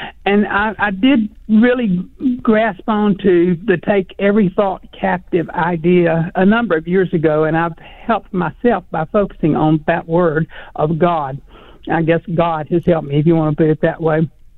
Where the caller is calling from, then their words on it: Murfreesboro, Arkansas, United States; I'm just up the road from you in Murfreesboro.